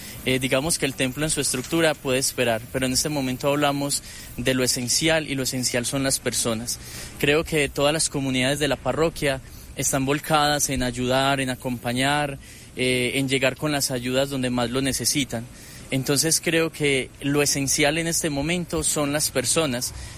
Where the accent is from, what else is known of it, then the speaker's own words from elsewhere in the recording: Antioquia, Colombia; now in Pereira, Colombia; No, yo soy de Antioquia.